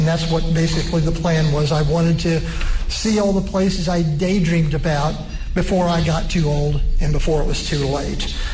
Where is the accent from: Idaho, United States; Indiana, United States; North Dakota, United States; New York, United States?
Indiana, United States; Huntingburg; now in Evansville, United States; when I was a kid growing up in Huntingburg